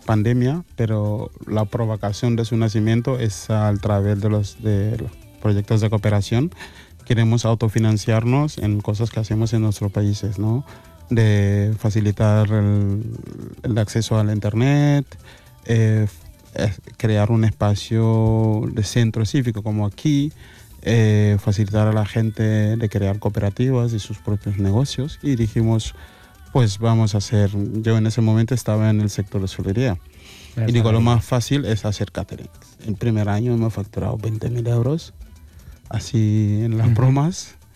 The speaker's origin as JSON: {"language": "Catalan", "region": "Casamance", "country": "Senegal", "moved": "yes", "said": "Jo soc del Casamàs."}